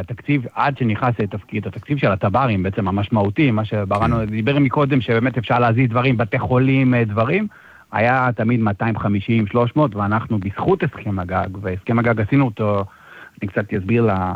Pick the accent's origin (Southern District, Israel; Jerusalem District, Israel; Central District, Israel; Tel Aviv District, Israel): Tel Aviv District, Israel; Herzliya; אני גדלתי בשיקון ויצמן, נכנסתי לבית ספר ויצמן, האולם התעמלות היה עדיין עם המרצפות סומסום, התיכון שלי עדיין נראה ככה.